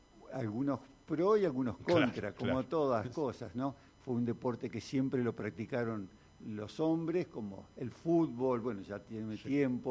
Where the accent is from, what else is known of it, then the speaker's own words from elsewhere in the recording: Cipolletti, Río Negro, Argentina; hablo de Cipolletti, por uno de cipolinio de toda la vida